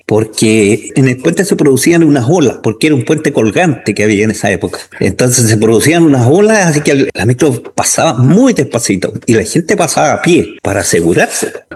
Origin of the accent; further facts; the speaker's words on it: Los Lagos, Los Ríos, Chile; yo soy nacido en Los Lagos, en la comuna de Los Lagos. Nací en el año 61, así que ya estoy a puertas de jubilarme.